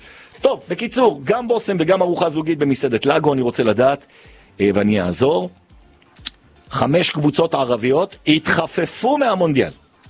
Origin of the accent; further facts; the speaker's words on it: Jerusalem, Jerusalem District, Israel; עכשיו אני ירושלמי, נולדתי קצת מוזר. לא יודע, אני אוהב את ירושלים בצורה דבילית לגמרי.